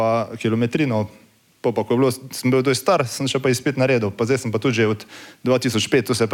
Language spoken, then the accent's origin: Slovenian; Slovenj Gradec, Carinthia, Slovenia; Ja, jaz sem malo drugačen naglas, kot vsi ostali člani. Prihajam iz Slovengradca, okolice.